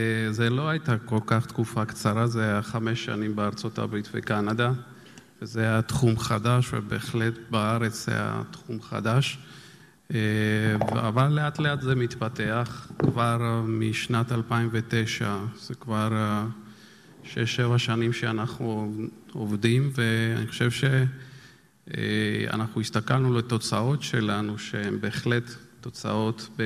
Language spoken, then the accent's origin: Hebrew; Georgia; Hebrew is a second language; moved away as an adult; now in Israel; אני סיימתי לימודי רפואה באוניברסיטת רפואה בטביליסי, שהיא אוניברסיטה מרכזית בגיאורגיה.